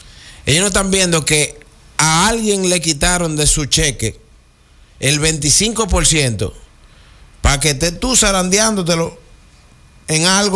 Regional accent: Dominican Republic; Pero que Verón está en mi país

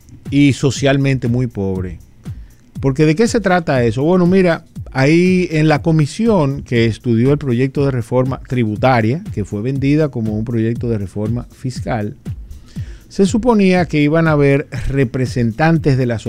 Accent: Dominican Republic

